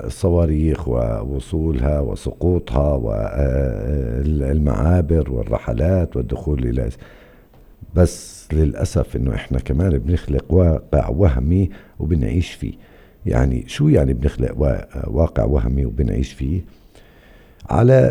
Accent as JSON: {"language": "Arabic", "region": "West Bank", "country": "Palestine", "said": "إحنا كفلسطينيين"}